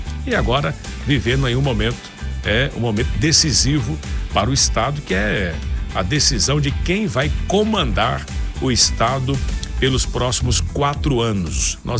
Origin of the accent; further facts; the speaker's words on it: Tocantins, Brazil; born there; Quantas pessoas já não nasceram aqui no estado do Tocantins depois da sua criação? Inclusive, eu sou um deles, sou de 89, né? Tocantins, criado em 88, eu 89, então já sou tocantinense.